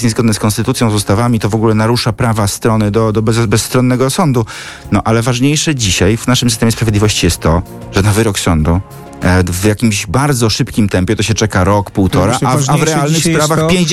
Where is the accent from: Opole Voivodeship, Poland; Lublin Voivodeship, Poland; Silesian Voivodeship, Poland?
Opole Voivodeship, Poland; Opole; born there; Zresztą ja się urodziłem w Opolu i kilka lat tam mieszkałem